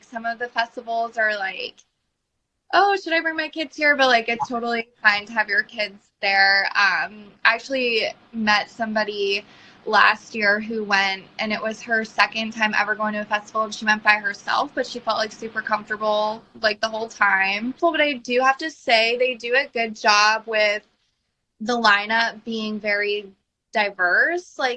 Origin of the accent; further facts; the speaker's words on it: Massachusetts, United States; because I'm from Massachusetts and my band is from New Hampshire.